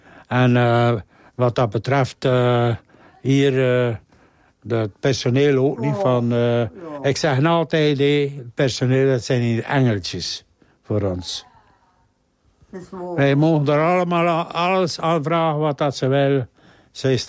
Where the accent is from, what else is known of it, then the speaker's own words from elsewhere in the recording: De Haan, Flanders, Belgium; Ik kom normaal van aan het zeetje.